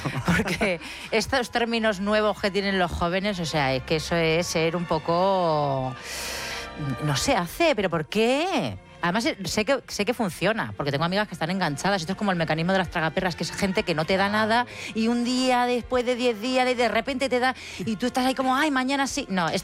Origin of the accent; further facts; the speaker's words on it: Bilbao, Basque Country, Spain; Yo soy de Bilbao, de centro.